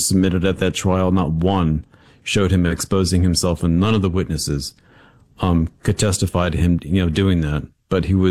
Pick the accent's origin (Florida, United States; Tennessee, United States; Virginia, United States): Florida, United States; Miami; I grew up in Miami, Florida, and when I was 13 years old, I read No One Here Gets Out Alive